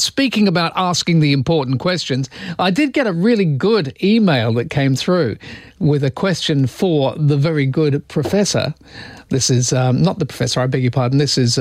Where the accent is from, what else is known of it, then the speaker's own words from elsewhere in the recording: Loughton, East of England, United Kingdom; born there; I was born in Loughton in Essex, but that's about all I could tell you about that.